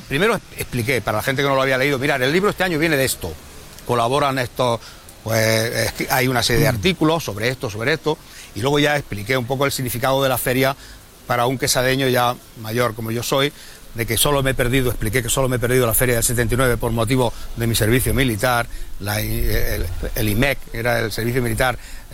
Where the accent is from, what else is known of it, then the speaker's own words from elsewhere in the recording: Córdoba province, Andalusia, Spain; salió posibilidad de trabajar, ¿dónde? Córdoba, el sitio más cercano a mi pueblo. Y ahí estoy, a una hora y media o un poco más de Córdoba.